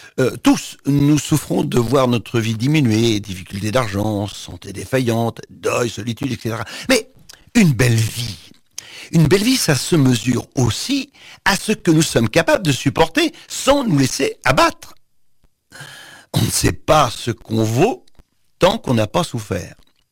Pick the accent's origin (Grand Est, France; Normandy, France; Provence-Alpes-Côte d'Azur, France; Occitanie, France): Normandy, France; mon village natal à Biorel, au-dessus de Rouen.